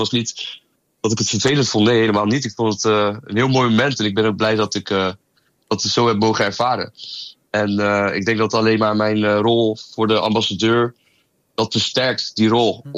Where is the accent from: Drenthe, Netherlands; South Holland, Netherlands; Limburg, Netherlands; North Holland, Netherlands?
South Holland, Netherlands; Rotterdam; also born or lived in Ridderkerk; Ja, ik kom uit Rotterdam. Ik ben geboren in Ridderkerk. En ik in mijn vast leven ben ik eigenlijk altijd in Rotterdam geweest, opgegroeid.